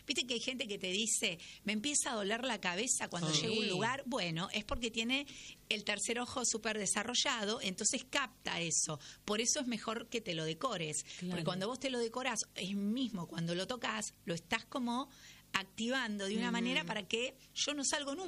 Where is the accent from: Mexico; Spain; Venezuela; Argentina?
Argentina; somos argentinas